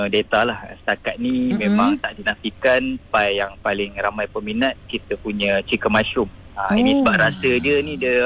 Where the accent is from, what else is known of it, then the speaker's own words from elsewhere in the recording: Shah Alam, Selangor, Malaysia; Saya dari Shah Alam.